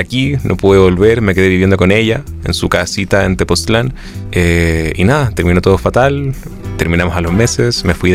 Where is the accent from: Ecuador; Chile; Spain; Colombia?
Chile; now in Mexico City, Mexico; mi propuesta se sigue sintiendo bastante chilena